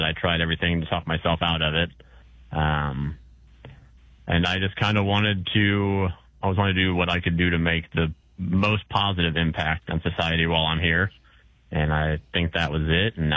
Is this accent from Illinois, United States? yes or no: yes; Villa Grove, Illinois, United States; also born or lived in Urbana; Like I said, I grew up in Urbana until I was 7 years old, and then my mom, my sister, and I all moved here to Villa Grove.